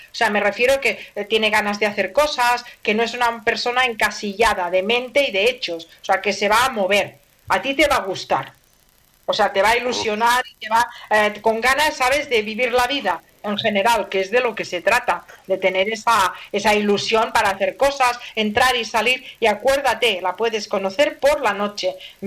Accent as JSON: {"language": "Spanish", "town": "Barcelona", "region": "Catalonia", "country": "Spain", "said": "Claro, yo soy de Barcelona, anda que no se me nota a mí. El acento que llevo."}